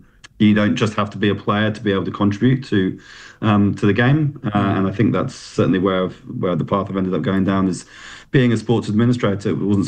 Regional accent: England, United Kingdom; So as an Englishman, I picked the right one to go to.

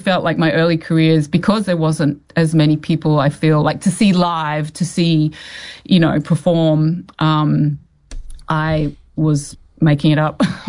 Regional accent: Ipswich, Queensland, Australia; Well, I think I grew up in Ipswich, outside of Brisbane, in Australia. So I've actually, we came over in the late 70s, and so there weren't many other Samoan families in around then

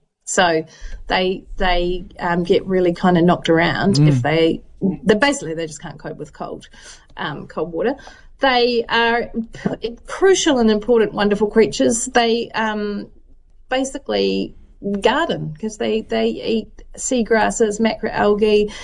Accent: Southland, New Zealand; because I'm from Southland and therefore not a vegetarian.

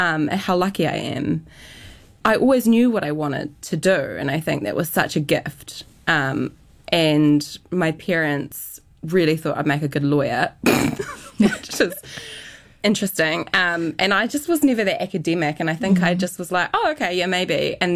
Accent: Martinborough, Wellington, New Zealand; I grew up in Martinborough. Yeah, so a tiny town, a bit bougie now, but it really was not bougie when I was young. And very much in the country. It's about an hour or so from Wellington.

